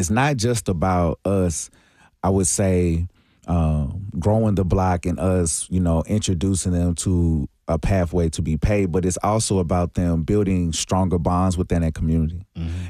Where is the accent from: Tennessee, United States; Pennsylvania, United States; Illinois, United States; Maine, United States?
Tennessee, United States; Nashville; I grew up in East Nashville with asthma.